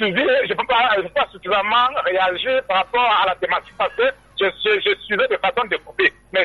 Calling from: Douala, Littoral, Cameroon; Je vous appelle depuis Douala, exactement au niveau de Yassa.

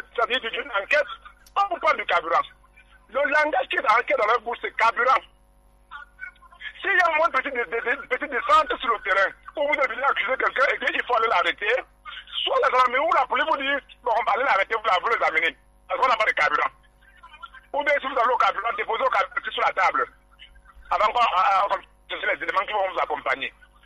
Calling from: Cameroon; En tant que Camerounais lambda, débrouillard

